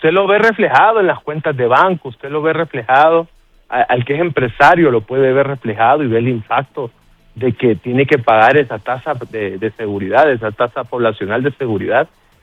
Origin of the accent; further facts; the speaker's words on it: Honduras; nosotros como hondureños